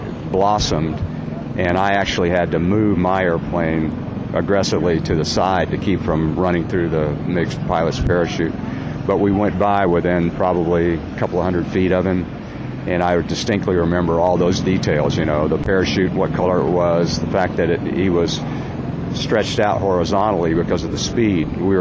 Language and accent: English; Bowling Green, Kentucky, United States; Bowling Green, Kentucky, my hometown